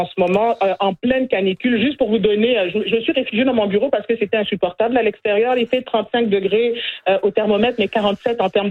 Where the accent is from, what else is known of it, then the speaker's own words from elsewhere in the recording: Manitoba, Canada; ici chez nous au Manitoba.